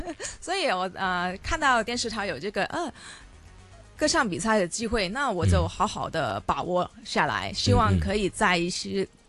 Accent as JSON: {"language": "Chinese", "country": "Hong Kong", "tie": "born or raised there", "said": "我在这里成长吧。"}